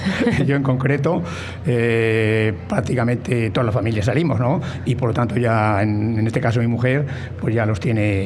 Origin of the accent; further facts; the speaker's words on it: Fermoselle, Castile and León, Spain; now in Tordesillas, Spain; y es que yo soy de Fermoselle.